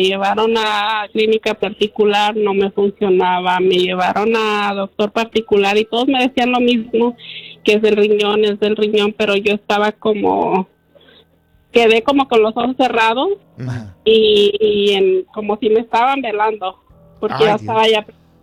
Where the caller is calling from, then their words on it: Mexico; Soy de México.